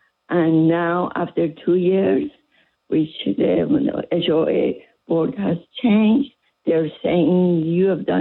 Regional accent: Turkey; now in United States

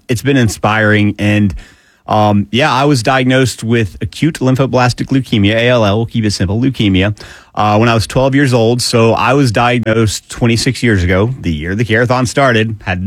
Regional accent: Alpharetta, Georgia, United States; I grew up in Alpharetta. I was 20 minutes from Scottish Rite.

